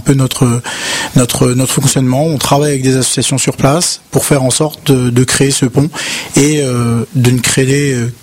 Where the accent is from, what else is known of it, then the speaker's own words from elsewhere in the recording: France; born there; moi qui suis né en France